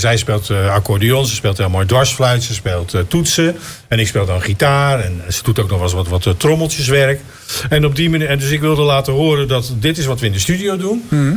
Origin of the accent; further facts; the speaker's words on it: South Holland, Netherlands; Dat is weer een camping op Voorne Putten vlakbij waar ik vandaan kom.